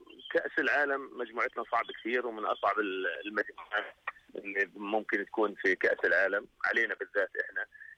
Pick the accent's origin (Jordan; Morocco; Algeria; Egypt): Jordan; بنستاهل احنا كاردنيين نستاهل كمان أحسن من هيك كمان.